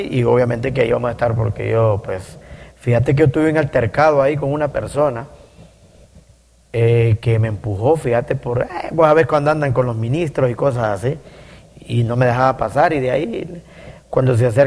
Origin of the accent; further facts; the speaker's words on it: Honduras; yo al menos tampoco me considero el más hondureño, pero sin embargo, vos sabés que tanto a vos y a mí nos gusta la música hondureña.